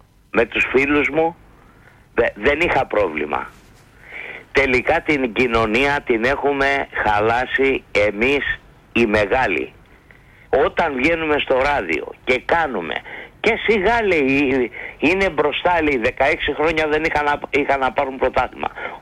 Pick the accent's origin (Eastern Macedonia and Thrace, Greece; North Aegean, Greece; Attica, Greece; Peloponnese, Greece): Attica, Greece; Ilion; από Ήλιο.